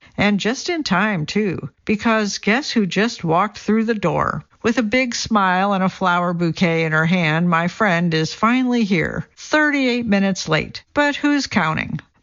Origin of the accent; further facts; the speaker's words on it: Midwest, United States; For an aspiring writer growing up in the Midwest who loved fashion, The Devil Wears Prada felt like a fantasy on par with The Lord of the Rings.